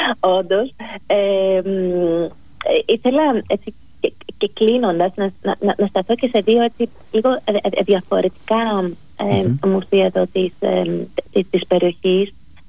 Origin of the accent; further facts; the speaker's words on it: Komotini, Eastern Macedonia and Thrace, Greece; είναι η καταγωγή μου από την Κομοτηνή